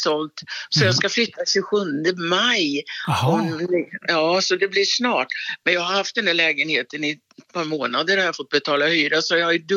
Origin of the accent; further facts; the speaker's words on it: Åby, Östergötland, Sweden; För att jag har mina vänner där och jag är ifrån Åby och fått en jättebra lägenhet.